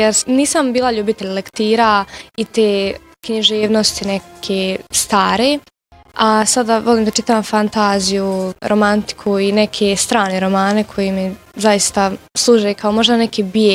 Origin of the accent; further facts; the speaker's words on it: Tešanj, Federation of Bosnia and Herzegovina, Bosnia & Herzegovina; dolazim iz Tešnje, pohađam gimnaziju Musa Ćazmi Ćatić.